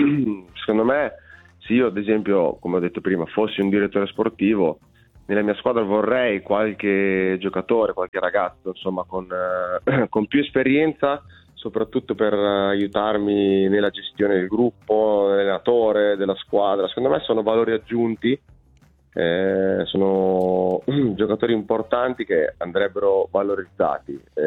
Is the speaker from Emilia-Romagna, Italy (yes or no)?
yes; Ravenna, Emilia-Romagna, Italy; perché alla fine io sono di Ravenna, quindi sono sempre a stretto contatto